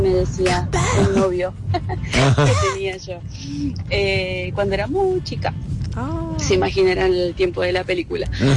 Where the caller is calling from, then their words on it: Quilmes, Buenos Aires Province, Argentina; de Quilmes